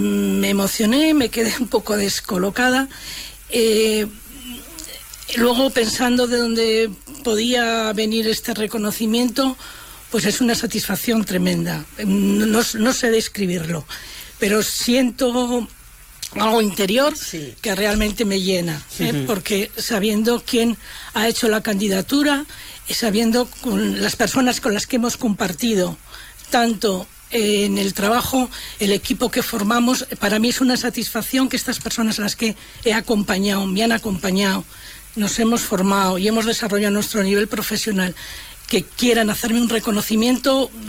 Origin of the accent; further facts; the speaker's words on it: Tudelilla, La Rioja, Spain; also born or lived in Pradejón / Calahorra; Soy de Tudelilla, como siempre he dicho, ejerzo de pueblo, ejerzo de Tudelilla.